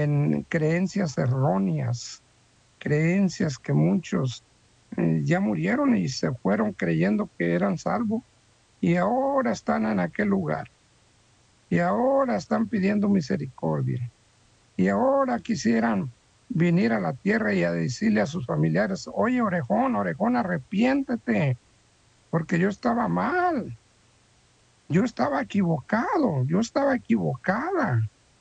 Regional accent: Mexico; nosotros como mexicanos crecimos en ese espíritu de idolatría

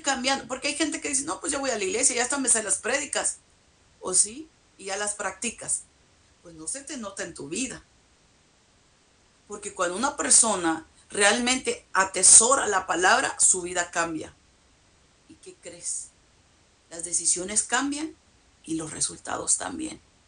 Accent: Mexico; yo soy de México.

